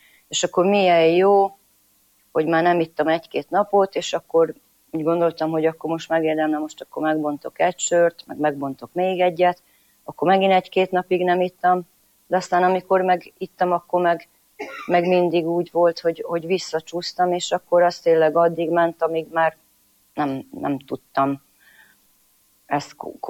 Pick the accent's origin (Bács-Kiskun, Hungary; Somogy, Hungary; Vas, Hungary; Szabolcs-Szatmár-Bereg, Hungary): Vas, Hungary; Szentpéterfa; first language Croatian; Hungarian is a second language; Vas megyéből, egy horvát faluból származom, horvát az anyanyelvem. Szentpéterfa Szombathelytől egy olyan 25 kilométerre van. Egy teljesen normális katolikus családból származom.